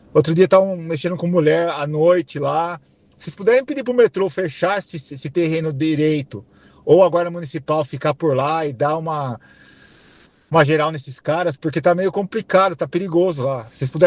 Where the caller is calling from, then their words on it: São Paulo, Brazil; Eu moro na Mooca ali, é Bresser Mooca, na Rua Ipanema 686.